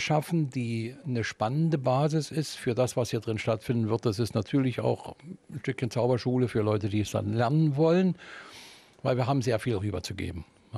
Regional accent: Görlitz, Saxony, Germany; Ich bin ja nur hier wieder hergekommen, weil ich gebürtiger Görlitzer bin, aber ansonsten bin ich weit außerhalb natürlich ein Begriff für viele.

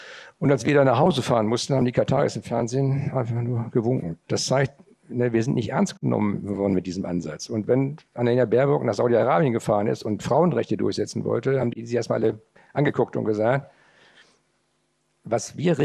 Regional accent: Northern Germany, Germany; Ich bin auch Norddeutscher

